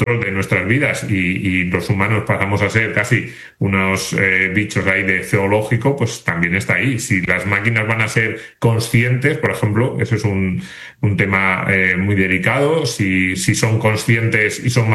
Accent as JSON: {"language": "Spanish", "region": "Asturias", "country": "Spain", "tie": "born or raised there", "said": "Me voy a quedar aquí en mi pueblo en Asturias, me voy a poner a plantar pepinos y a decir, me da igual lo que hagan por ahí, yo me quedo en lo básico, en la tierra."}